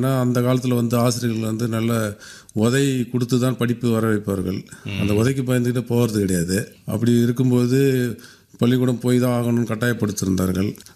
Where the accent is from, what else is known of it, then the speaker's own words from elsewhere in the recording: Puducherry, India; கம்பளிக்காரன் குப்பம். அது ரொம்ப சின்ன கிராமம். அந்த கிராமத்தில் தான் நான் பிறந்து வளர்ந்தது.